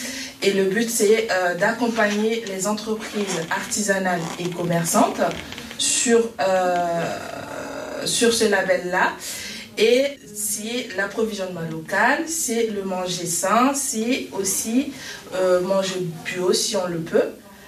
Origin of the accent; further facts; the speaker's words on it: Centre-Val de Loire, France; je suis de l'Eure-et-Loire, plutôt à Vauves, mais je travaille à Chartres.